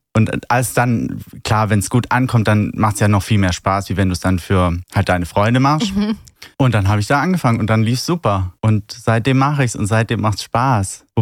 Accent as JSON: {"language": "German", "region": "Baden-Württemberg", "country": "Germany", "said": "Also als Schwabe darfst du ja auch nichts wegschmeißen."}